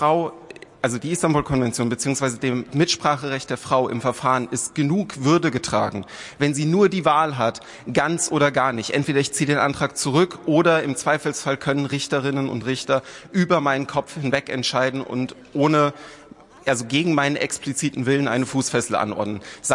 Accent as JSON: {"language": "German", "region": "Bavaria", "country": "Germany", "said": "ich komme auch aus Bayern."}